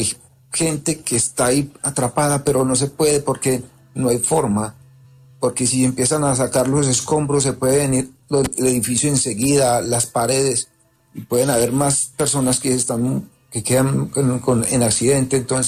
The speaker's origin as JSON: {"language": "Spanish", "town": "Pereira", "region": "Risaralda", "country": "Colombia", "tie": "born or raised there", "said": "yo soy acá de Pereira y yo acá nunca he salido"}